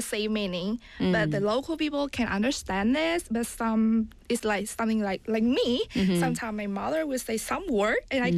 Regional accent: Hanoi, Vietnam; moved away as an adult; now in Busan, South Korea; But in my hometown in Hanoi, it's kind of around 4 or 5 months.

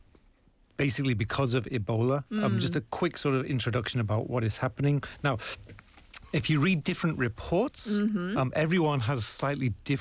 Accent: United Kingdom; moved away as an adult; now in South Korea; I'm British

